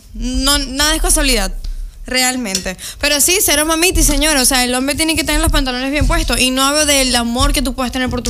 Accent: Maracaibo, Zulia, Venezuela; Yo vengo de Maracaibo

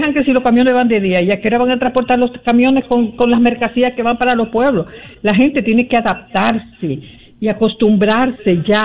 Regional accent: Mexico; also born or lived in El Salvador; now in Dominican Republic; Yo soy soy mexicana y salvadoreña.

